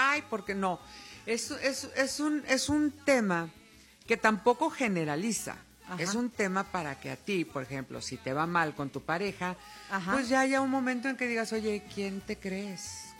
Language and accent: Spanish; Monterrey, Nuevo León, Mexico; moved away as an adult; now in Mexico City, Mexico; Siempre que vengo a Monterrey. Bueno, yo soy regia, pero aquí están mis raíces, aquí está mi familia, mis hermanos, mis hijos, todo mundo.